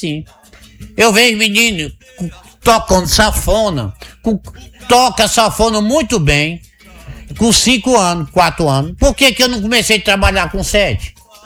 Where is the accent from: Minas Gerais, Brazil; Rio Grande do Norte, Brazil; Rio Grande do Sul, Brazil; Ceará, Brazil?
Ceará, Brazil; Hidrolândia; moved away; a cidade de Hidrolândia, tamanho bem pequenininha na época, tamanho de um ovo. E tu já pensou, o lugarejo onde eu nasci, menor do que um ovo de rolinha.